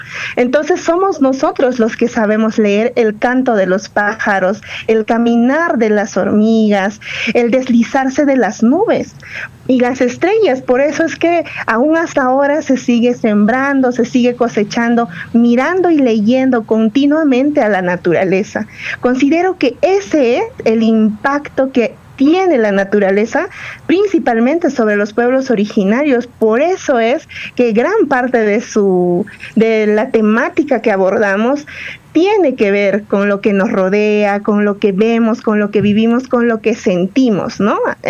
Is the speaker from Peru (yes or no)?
yes; Peru; born there; also born or lived in Lima; recién cuando fui a Lima a estudiar para la universidad